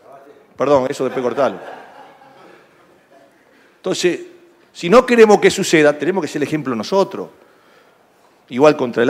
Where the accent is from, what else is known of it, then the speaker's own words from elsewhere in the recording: Rosario, Santa Fe, Argentina; Yo no puedo concebir, yo soy de Rosario, no puedo concebir que Rosario, una ciudad tan futbolera como Rosario